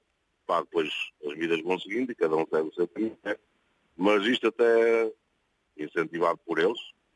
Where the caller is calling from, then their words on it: Andorinha, Coimbra, Portugal; Eu sou de Andorinha, Coimbra.